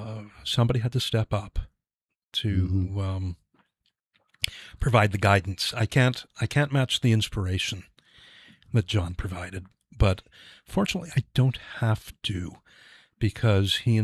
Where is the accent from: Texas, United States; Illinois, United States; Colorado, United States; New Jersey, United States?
New Jersey, United States; moved away as an adult; also born or lived in Bronx, New York; now in Nashua, United States; I was born in the Bronx, New York, and grew up in New Jersey. Yeah.